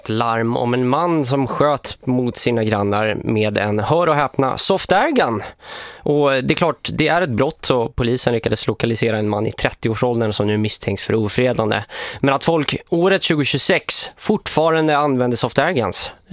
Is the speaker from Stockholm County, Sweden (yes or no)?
no; Luleå, Norrbotten County, Sweden; i Luleå där jag växte upp.